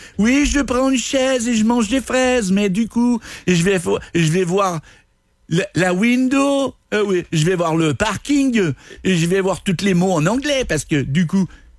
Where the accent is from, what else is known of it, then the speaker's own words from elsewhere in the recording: Trois-Rivières, Quebec, Canada; Moi, je viens de Trois-Rivières. Puis moi, j'ai appris français.